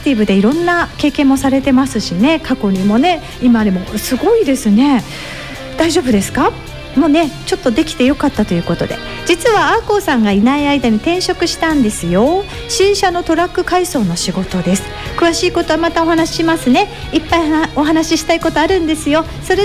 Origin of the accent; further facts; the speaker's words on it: Kobe, Hyogo, Japan; 地元神戸の FM 局のイベントに行ったり